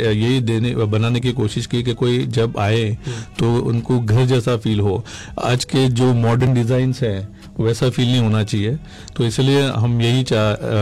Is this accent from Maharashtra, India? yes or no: yes; Mumbai, Maharashtra, India; मैं मुंबई से आता हूँ